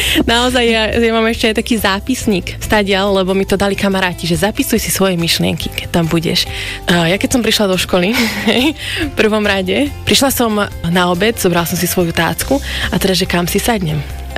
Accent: Hontianska Vrbica, Nitra Region, Slovakia; also born or lived in Želiezovce / United States; a narodila som sa v Želiezovciach, ale pochádzam z Hontianskej Vrbice, čo je taká malá dedinka vedľa Levíc.

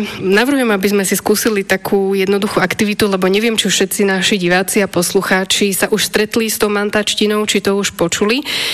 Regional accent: Medzev, Košice Region, Slovakia; pochádzam z Medzeva

